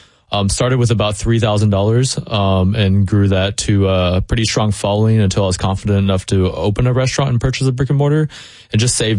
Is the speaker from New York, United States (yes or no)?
no; Tennessee, United States; moved away; the Vols, you know, stuff that I grew up loving while growing up in Tennessee.